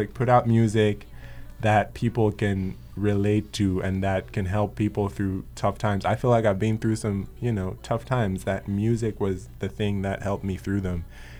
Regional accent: Malawi; moved away; I, being born and raised in Malawi

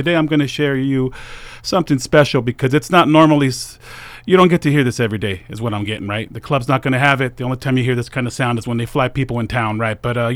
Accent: San Jose, California, United States; now in Idaho, United States; I am from San Jose, representing since day one when I moved to Idaho.

